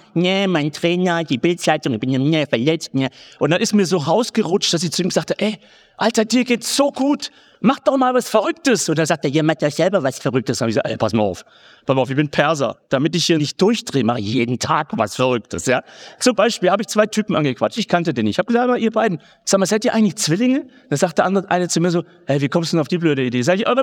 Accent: Baden-Württemberg, Germany; Schwaben hier vielleicht zufällig? Ich bin selber Schwabe.

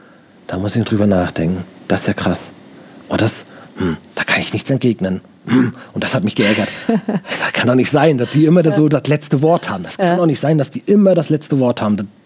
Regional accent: Baltic coast, Germany; Ich komme aus der Nähe von der Ostsee.

